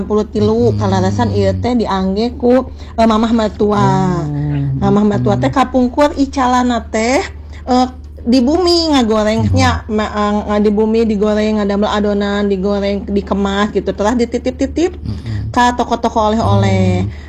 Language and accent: Indonesian; Garut, West Java, Indonesia; Jadi identitas lah istilah nama identitas untuk kita sebagai warga Garut khususna, panginten warga Jabar umumna.